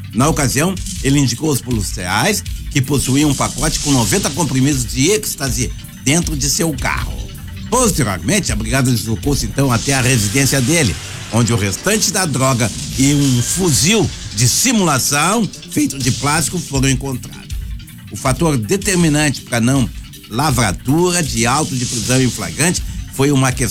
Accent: Porto Alegre, Rio Grande do Sul, Brazil; na minha querida Vila Jardim, onde nasci e me criei.

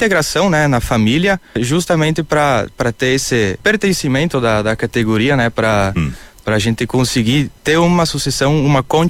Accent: União da Serra, Rio Grande do Sul, Brazil; eu que venho lá de Unindo da Serra. Dá para se dizer o primeiro município da Regional Serra do Alto Taquari

